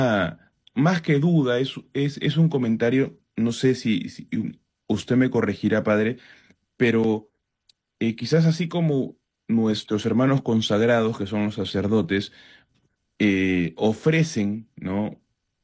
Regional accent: Peru; como ciudadanos, como peruanos

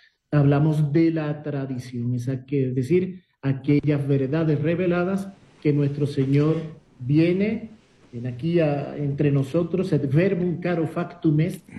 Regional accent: Cádiz, Andalusia, Spain; born there; yo nací en Costa, nací en Costa, en Cádiz, es Costa, da la costa atlántica, mar abierto

